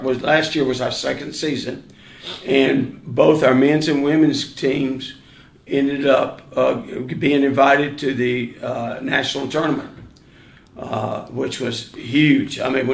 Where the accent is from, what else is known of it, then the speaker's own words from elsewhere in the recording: Leland, Mississippi, United States; moved away as an adult; also born or lived in Tulsa, Oklahoma; now in Southwest Mississippi, United States; I'm from the Delta, Leland, Mississippi. And there's not that many … in Mississippi.